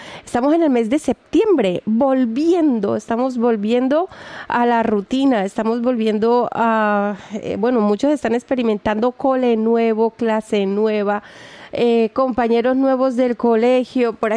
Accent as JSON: {"language": "Spanish", "country": "Colombia", "moved": "yes", "lives_now": "Stuttgart, Germany", "said": "yo soy de Colombia"}